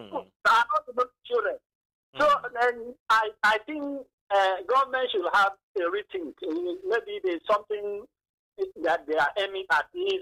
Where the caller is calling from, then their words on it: Akwa Ibom, Nigeria; I'm calling from Akwa Ibom.